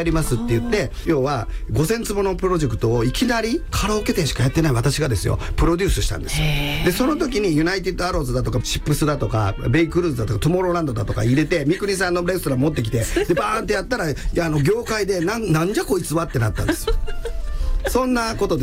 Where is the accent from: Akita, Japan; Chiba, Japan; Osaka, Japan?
Osaka, Japan; あの私は大阪で生まれ育って、